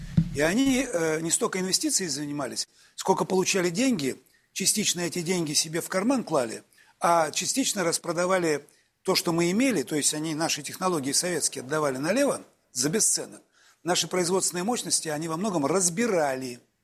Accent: Perm, Perm Krai, Russia; moved away as an adult; now in Moscow, Russia; я вот сам родом из Перми, это моя родина малая, я живу там на самом деле, я в Москве на временной прописке с конца 70-х годов, но прописан-то я постоянно в городе Перми, городе трудовой доблести.

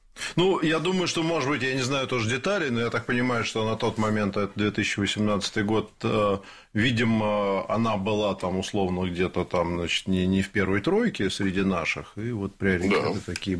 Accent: Moscow, Russia; мы москвичи своих не забываем

